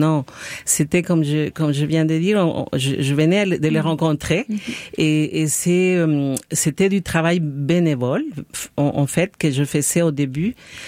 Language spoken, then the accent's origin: French; El Salvador; moved away as an adult; also born or lived in France; now in Montreal, Canada; je viens du Salvador, oui. Ça fait très, très longtemps que j'ai quitté mon pays à cause de la guerre qui a vécu mon pays dans les années 70 et 80. Donc, j'ai quitté mon pays à l'âge de 18 ans. Je suis partie parce que c'était pas tellement sécuritaire. J'ai vécu en France quelques années aussi